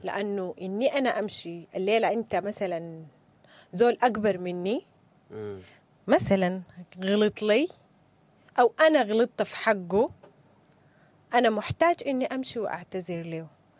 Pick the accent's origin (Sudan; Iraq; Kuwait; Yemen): Sudan; احنا كسودانيين